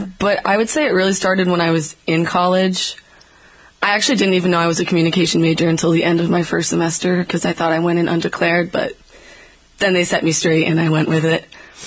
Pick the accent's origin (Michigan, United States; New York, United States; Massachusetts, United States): Massachusetts, United States; Braintree; I'm from Braintree.